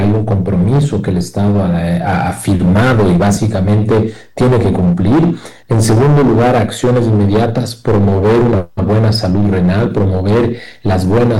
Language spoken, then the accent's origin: Spanish; Ecuador; porque tengo diálisis y porque soy del Ecuador y mi constitución lo garantiza.